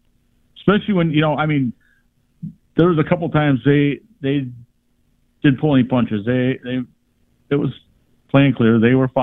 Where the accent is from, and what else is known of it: Rockford, Illinois, United States